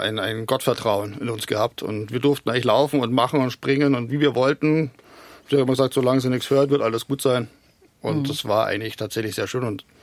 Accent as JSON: {"language": "German", "region": "Bavaria", "country": "Germany", "tie": "born or raised there", "said": "ich bin aufgewachsen am See. Das heißt, also nicht direkt, nicht leider nicht erste Reihe am See, aber sagen wir zweite Reihe."}